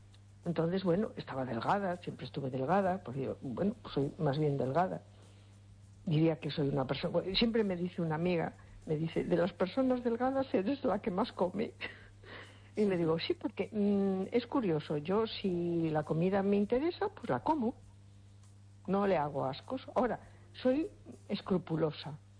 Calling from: A Coruña, Galicia, Spain; de Coruña.

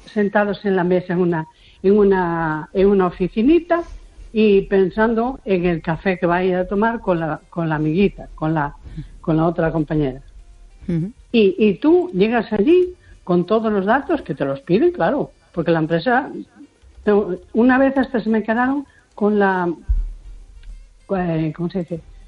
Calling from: A Coruña, Galicia, Spain; de la Coruña.

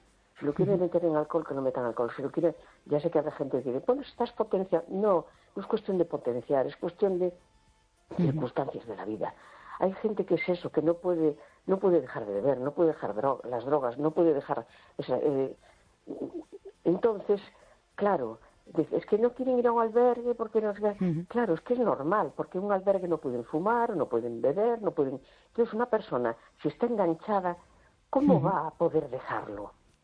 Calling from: A Coruña, Galicia, Spain; de La Coruña.

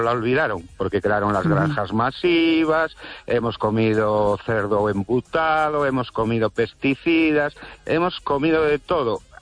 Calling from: Ourense, Galicia, Spain; Buenas noches, Estéreo. … de Orense.

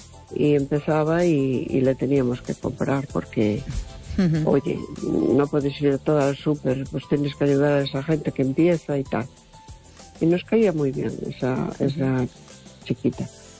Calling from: A Coruña, Galicia, Spain; de La Coruña.

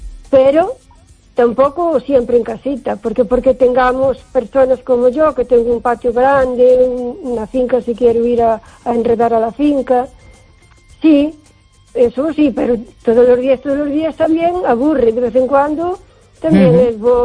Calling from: O Carballiño, Galicia, Spain; de Carballiño.

